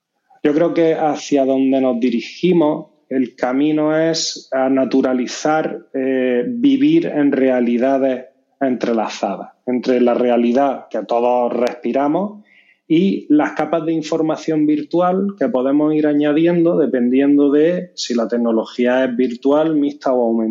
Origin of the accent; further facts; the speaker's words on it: Granada, Andalusia, Spain; accent: southern (not northern); A mí por el acento se sabe que del norte no soy, yo soy granadino